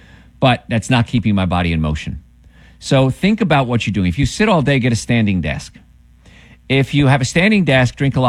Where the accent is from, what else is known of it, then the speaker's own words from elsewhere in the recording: New Jersey, United States; I grew up in New Jersey with the Hud